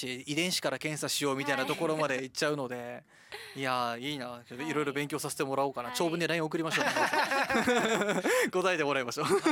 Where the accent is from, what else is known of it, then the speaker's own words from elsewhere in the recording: Okinawa, Japan; 県民としてなんか誇らしいですね